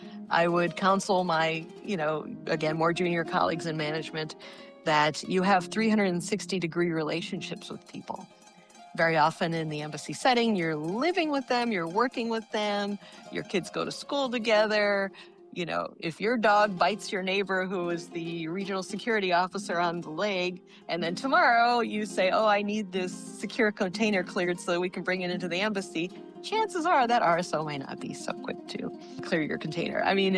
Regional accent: Midwest, United States; Growing up in the Midwest, not very exciting, surrounded by cornfields, not very cosmopolitan.

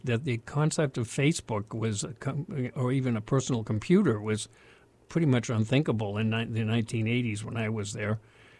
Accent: Boston, Massachusetts, United States; moved away as an adult; my self image as a Bostonian. You know, I left when I was 20, never to return, but it's who I am.

